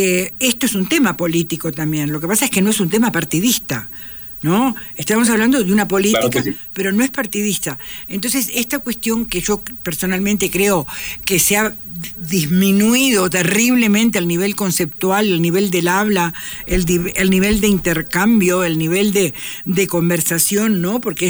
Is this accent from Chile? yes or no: no; Uruguay; yo soy vieja, como vos sabés, y soy uruguaya